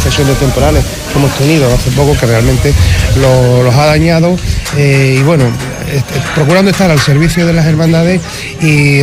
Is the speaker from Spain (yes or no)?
yes; Huelva, Andalusia, Spain; also born or lived in Madrid / Aroche; Y yo tener esa sangre serrana, esa sangre arochena, lo llevo muy, muy, muy, muy a gala. Pero criado, bueno, fuera de Huelva hasta los 6 años en Madrid. Y después en Huelva capital, pero con crianza en nuestra querida sierra, nuestra hermosa sierra, nuestra preciosa sierra.